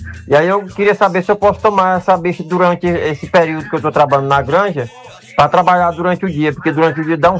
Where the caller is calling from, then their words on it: Barra, Brazil; eu sou daqui da cidade de Barra, lá é só Almeida.